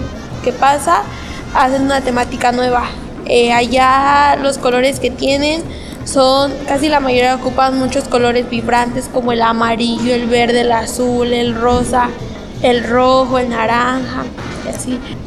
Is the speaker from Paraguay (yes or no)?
no; Mexico City, Mexico; vengo de la Ciudad de México, de Iztapalapa, del barrio de San Miguel. Allá en la Ciudad de México hay 8 barrios y de los 8 barrios el barrio de San Miguel es el más grande.